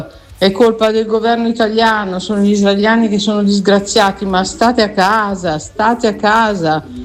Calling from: Seregno, Lombardy, Italy; da Seregno.

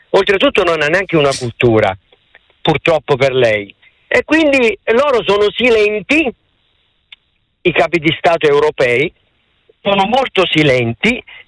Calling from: Legnano, Lombardy, Italy; Sì, da Legnano

